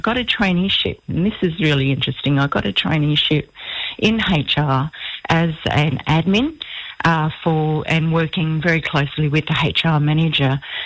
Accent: Weipa, Queensland, Australia; also born or lived in Old Mapoon; growing up in Weeper and Old Marpoon in far north Queensland.

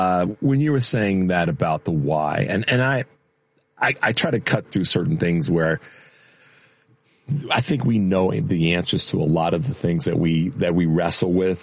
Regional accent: Chicago, Illinois, United States; I'm from Chicago.

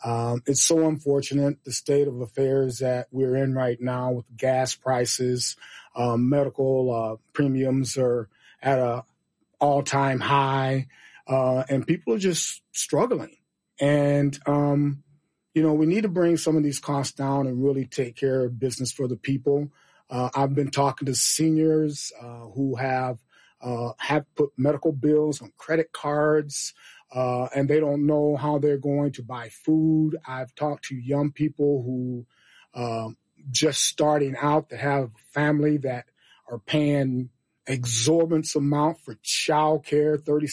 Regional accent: Little Rock, Arkansas, United States; moved away as an adult; also born or lived in Rochester, Minnesota; now in Minnesota, United States; Oh, I grew up down in Little Rock, Arkansas. Yes. And I moved up to Minnesota after I graduated from college

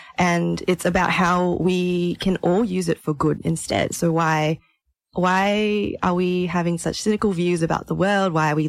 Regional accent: Malaysia; now in Sydney, Australia; my home country in Malaysia

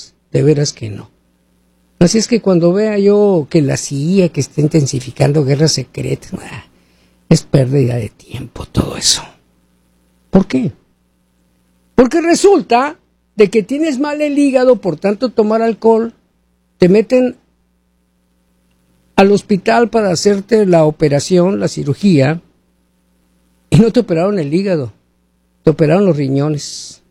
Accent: Mexico; now in United States; Porque nosotros los mexicanos somos norteamericanos también.

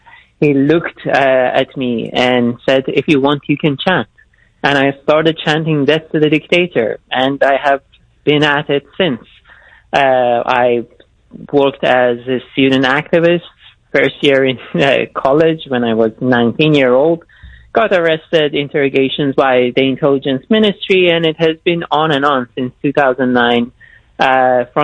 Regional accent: Tehran, Tehran Province, Iran; now in United States; I was born and raised in Tehran to activist parents.

